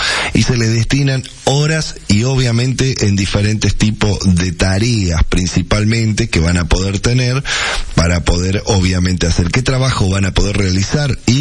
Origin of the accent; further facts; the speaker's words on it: Argentina; en Argentina somos todos morbosos